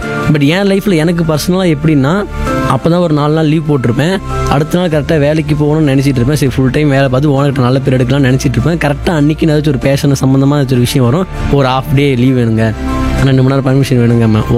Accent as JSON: {"language": "Tamil", "town": "Salem", "region": "Tamil Nadu", "country": "India", "tie": "born or raised there", "said": "நான் வந்து சேலம் மாவட்டத்தை சேர்ந்தவன். பிறந்ததுலேருந்து எங்கள் தான் சேலம் அம்மாப்பேட்டையில் தான் இருக்கிறேன்."}